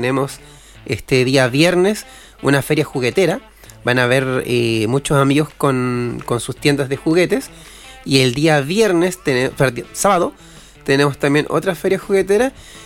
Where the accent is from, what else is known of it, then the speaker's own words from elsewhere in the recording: Antofagasta, Chile; moved away as an adult; now in Coquimbo Region, Chile; yo soy de Antofagasta, ¿ya? Cuando llegué acá a la cuarta región, por ahí por el 2015, ¿ya?